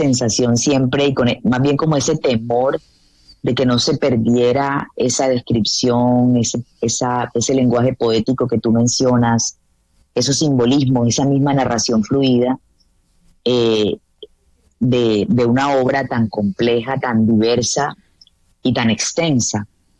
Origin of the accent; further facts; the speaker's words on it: Caribbean Region, Colombia; Yo soy del Caribe colombiano y crecí en una familia en donde me contaban historias fantásticas sobre brujas y sobre personas que leían el café.